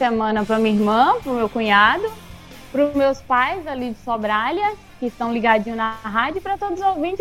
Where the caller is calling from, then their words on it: Altinópolis, São Paulo, Brazil; Eu falo do Altinópolis.